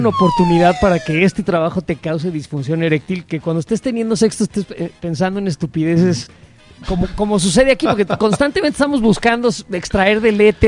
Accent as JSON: {"language": "Spanish", "country": "Mexico", "said": "veo porque jodones somos los mexicanos, ¿no?"}